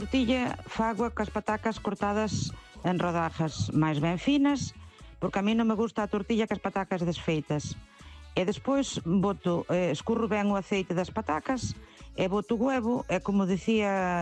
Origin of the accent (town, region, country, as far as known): Laracha, Galicia, Spain